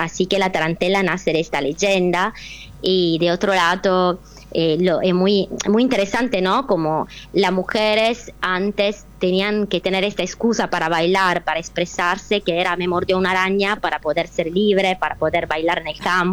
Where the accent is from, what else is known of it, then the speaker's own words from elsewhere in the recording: Calabria, Italy; Spanish is a second language; moved away as an adult; now in Argentina; Soy calabresa, sí. Hace muchos años que no vivo más en Calabria, desde los 18 años, pero quedó siempre en mi corazón igualmente la Calabria, en el sentido que siento estas raíces calabresa y la tradición también que me abraza